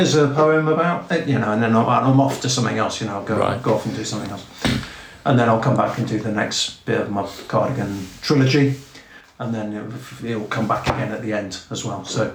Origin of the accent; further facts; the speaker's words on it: Taunton, South West England, United Kingdom; born there; I was born in Taunton.